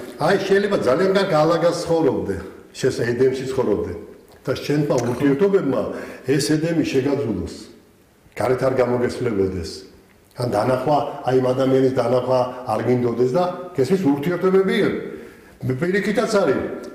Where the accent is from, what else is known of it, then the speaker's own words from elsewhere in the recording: Tbilisi, Georgia; ეხა თბილისში მე და ისე ძველობაში დავიბადე და რიყალაძეში დავიბადე. ამაზე ძველი უბანი არ არსებობს. მე ისეთი მკვიდრი ბინადარი ვარ თბილისში.